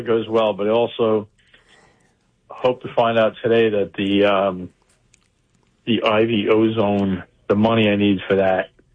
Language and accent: English; East Meadow, New York, United States; East Meadow, New York.